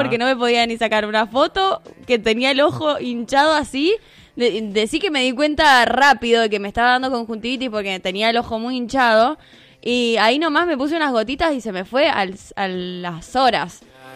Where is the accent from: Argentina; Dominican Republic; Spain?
Argentina